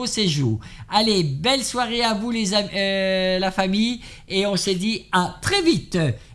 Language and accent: French; Grand Est, France; chez nous en Alsace